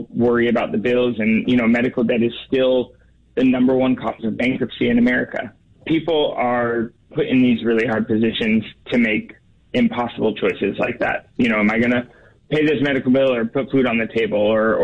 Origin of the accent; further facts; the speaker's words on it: Portland, Oregon, United States; So I grew up in Portland, Oregon. I started this organization after watching my own family go through a medical emergency